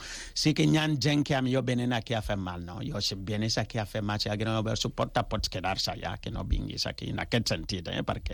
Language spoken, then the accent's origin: Catalan; Ghana; Catalan is a second language; now in Catalonia, Spain; perquè jo soc de Ghana, tu imagina que jo vinc aquí amb un taparrabo o una lanança, això no és així.